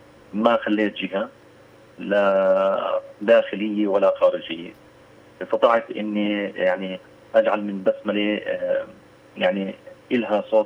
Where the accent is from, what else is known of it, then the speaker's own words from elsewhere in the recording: Palestine; عندنا في فلسطين